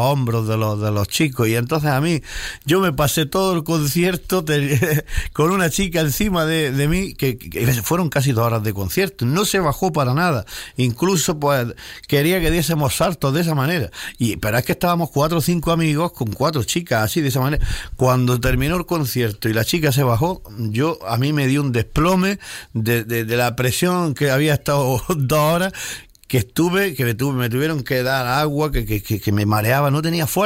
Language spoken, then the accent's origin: Spanish; Berja, Andalusia, Spain; mi primer concierto en Berja, en una feria, en mi pueblo también